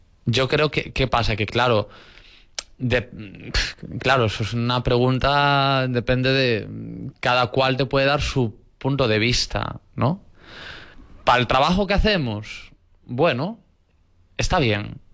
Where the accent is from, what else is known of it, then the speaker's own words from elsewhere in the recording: Vilagarcía de Arousa, Galicia, Spain; también me considero de Vilanova, ¿no? Me considero de los dos sitios porque yo he vivido y me he criado en los dos sitios. Tanto en Vilanova como en Villagarcía. Entonces, para mí, realmente, cuando me dicen, ¿de dónde eres? Yo soy de la Ría de Arousa.